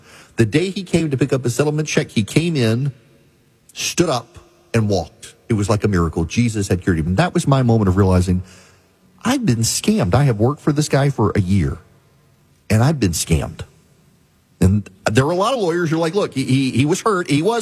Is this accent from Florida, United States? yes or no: no; Louisiana, United States; born or raised there